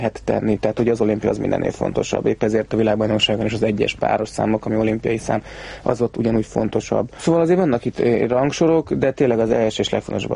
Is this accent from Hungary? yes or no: yes; Budapest, Hungary; born there; Pesten születtem